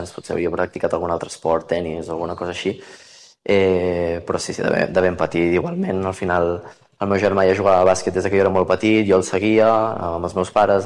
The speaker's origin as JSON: {"language": "Catalan", "town": "Sant Celoni", "region": "Catalonia", "country": "Spain", "tie": "born or raised there", "said": "Jo vaig jugar fins als 23 anys al meu poble, a Sant Celoni"}